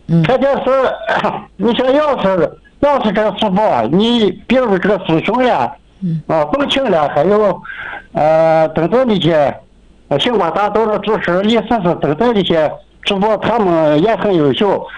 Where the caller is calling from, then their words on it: Gansu, China; 我是来自甘肃省青阳市活水县何家盘镇这样一个地地道道的农民。